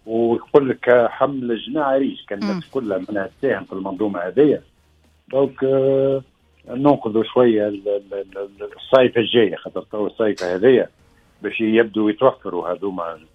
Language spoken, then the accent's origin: Arabic; Tunisia; عندنا في تونس